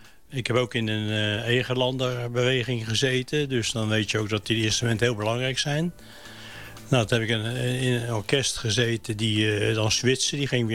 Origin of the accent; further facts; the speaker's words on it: The Hague, South Holland, Netherlands; Maar ik ben wel een... ik kom uit Laankwartier vandaan. Toen zijn we naar Spoorwijk gegaan. En in Spoorwijk heb ik eigenlijk leren spelen op mijn instrument.